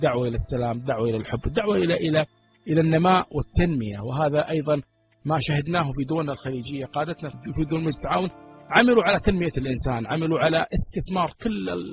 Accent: Kuwait; شاهدت الكويت وشاهدت بلدي الكويت

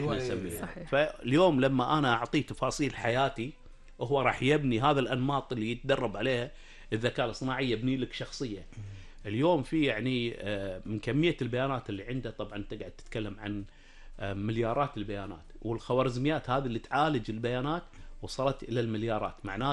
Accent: Kuwait; إحنا كمجتمع كويتي وبالكويت

